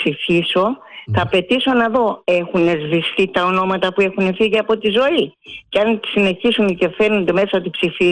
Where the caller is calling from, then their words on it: Palaio Faliro, Attica, Greece; είμαι από Παλαιοφάλιρο.